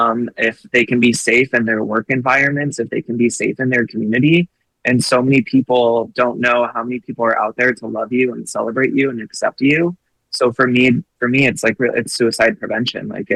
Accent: Colorado, United States; when I grew up in Colorado

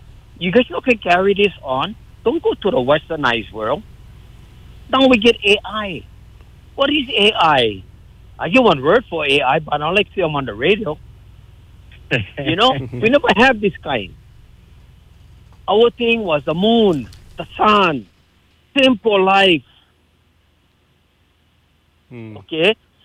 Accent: Haena, Hawaii, United States; We had tourists way back when I was growing up in Haena. Gray Line, Hawaii was bringing tourists into our place.

